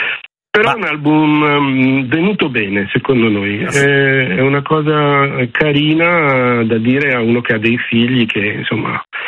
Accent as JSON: {"language": "Italian", "town": "Bolzano", "region": "Trentino-Alto Adige", "country": "Italy", "said": "Sono di Bolzano, all'inizio ce n'era uno di Bolzano"}